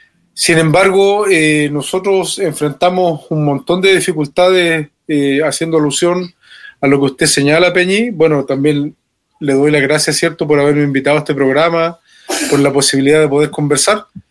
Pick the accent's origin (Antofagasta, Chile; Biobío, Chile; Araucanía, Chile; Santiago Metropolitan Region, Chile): Araucanía, Chile; Temuco; yo vengo de Trañi, Trañi, un Lof mapuche, una comunidad que está dentro de la comuna de Temuco, cercano al sector de Labranza, para las personas que se ubican dentro de la región de la Araucanía.